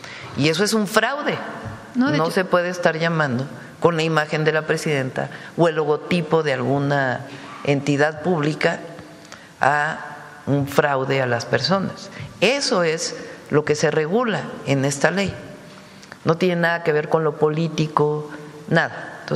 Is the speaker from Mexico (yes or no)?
yes; Mexico; porque somos mexicanos y porque soy la presidenta de México.